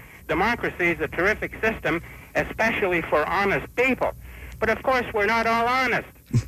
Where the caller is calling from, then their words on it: Montreal, Quebec, Canada; Montreal.